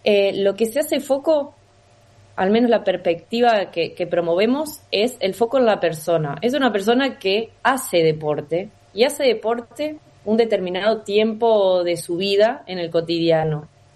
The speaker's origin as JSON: {"language": "Spanish", "country": "Argentina", "lives_now": "Paraná, Argentina", "said": "porque vivimos en la ciudad de Paraná o porque somos de Argentina"}